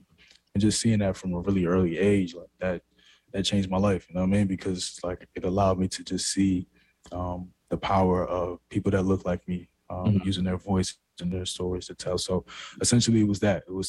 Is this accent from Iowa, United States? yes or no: no; New York, United States; born there; now in Brooklyn, United States; I'm a poet, I'm a songwriter. I was born in Harlem to two parents from originally from Bamako, Mali, West Africa.